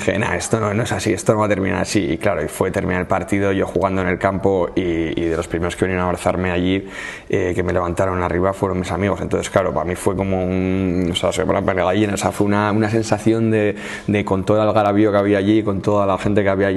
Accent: San Sebastián, Basque Country, Spain; also born or lived in Asturias; now in Cantabria, Spain; yo soy un chaval de San Sebastián, ¿no? De Donosti, muy chaval, muy normal

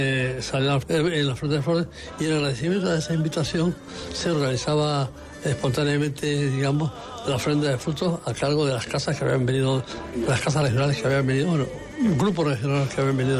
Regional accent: Las Palmas de Gran Canaria, Canary Islands, Spain; moved away; also born or lived in Madrid; Yo soy de Las Palmas de Gran Canaria. Pues yo el día 4 de octubre hizo 72 años que vine de Gran Canaria a Madrid al Colegio del Huérfano de Militares.

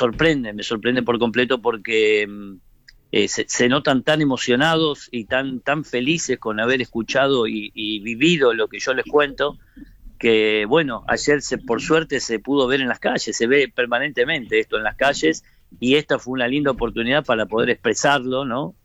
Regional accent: Buenos Aires, Argentina; llegué acá a mi barrio. Yo soy de Mataderos, y de ese primer día que llegué como a las 8 de la mañana de Bahía Blanca, de Puerto Belgrano, con mis vecinos que me estaban esperando

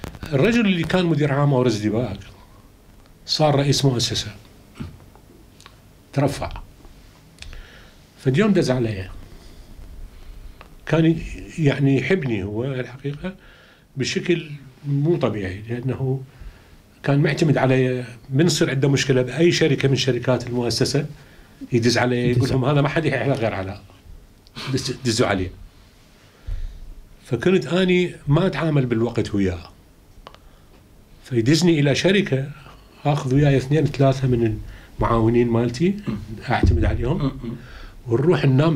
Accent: Iraq; moved away as an adult; إحنا مرينا بها كعراقيين

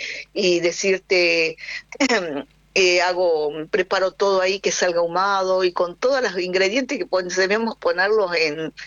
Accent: Jujuy, Argentina; now in Spain; yo soy argentina. Todo, yo le digo que soy una argentina doc de origen controlado. Que soy propia porque yo, aparte de ser, soy argentina, soy jujeña, soy bien norteña, bien norteña.

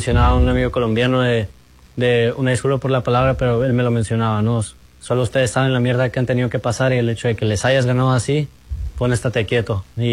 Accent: Mexico; pues somos mexicanos y no por eso vamos a ser menos ni nada, que somos muy orgullosos de donde somos

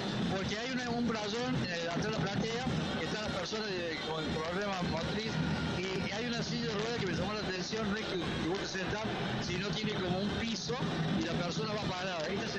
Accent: Córdoba, Argentina; now in Santiago del Estero, Argentina; Hace 40 años que vivo en la provincia de Santiago, pero soy cordobés.

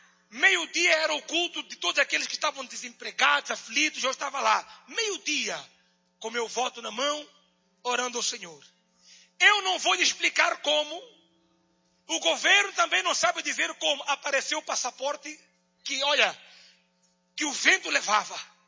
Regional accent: Mozambique; moved away as an adult; now in Brazil; voltei para minha terra, Moçambique.

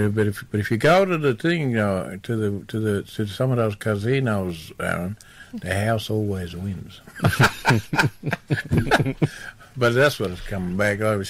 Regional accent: Goondiwindi, Queensland, Australia; also born or lived in Moree; And in Bunganya, where we lived when I was born. Like, I was born in Gundiwindi, but we lived out at Bunganya.

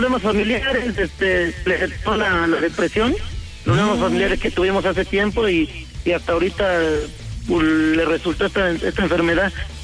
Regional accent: Acatlán de Osorio, Puebla, Mexico; also born or lived in Ixtapaluca; Viví aquí nací, pero vivía en Puebla, por Acatlán de Osorio.

